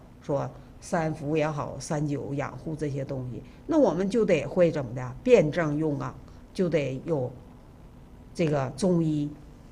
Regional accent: China

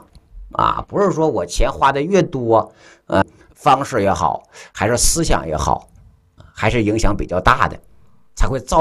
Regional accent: China; 那我们中国人有没有自己的医生啊？

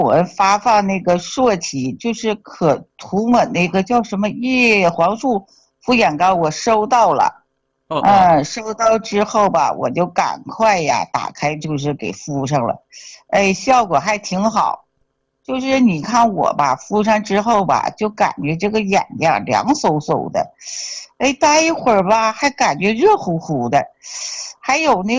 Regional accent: Shenyang, Liaoning, China; 我是沈阳的。

